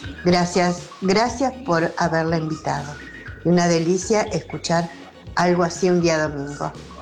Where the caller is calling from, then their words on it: San Nicolás de los Arroyos, Buenos Aires Province, Argentina; aquí desde San Nicolás